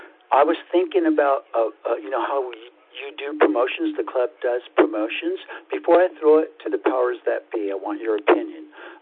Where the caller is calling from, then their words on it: North Santa Barbara County, California, United States; I'm from North Santa Barbara County.